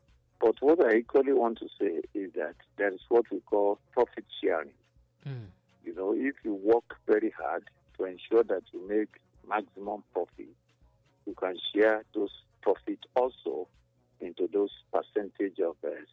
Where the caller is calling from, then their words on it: Benin; I'm still calling from Benin.